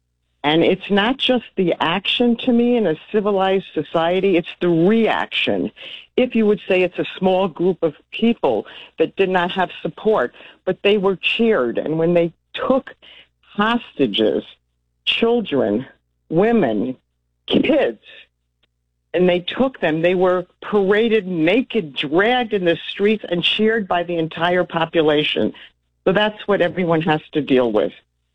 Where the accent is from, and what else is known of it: United States; born or raised there